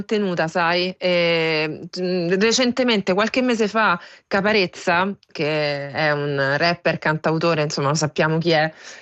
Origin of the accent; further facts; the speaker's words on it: Ciampino, Lazio, Italy; moved away as an adult; io sono della provincia di Roma, sono di Ciampino e vengo da una famiglia molto molto semplice.